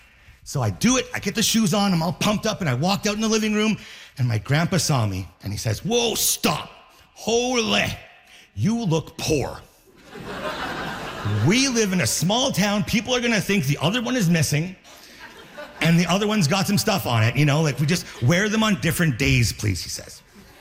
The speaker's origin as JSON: {"language": "English", "town": "Inuvik", "region": "Northwest Territories", "country": "Canada", "said": "I'm from Inuvik Northwest Territories, which it's in the high Arctic. It's in the north."}